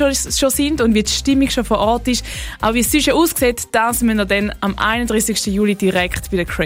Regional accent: Switzerland; ich bin selber vom Bodensee, ich wohne am Bodensee.

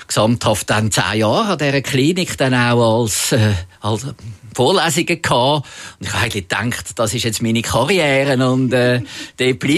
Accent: Zürich, Zurich, Switzerland; Aber natürlich bin ich aufgewachsen in Zürich und der Zoo war näher gewesen und ich bin sehr viel im Zoo gewesen.

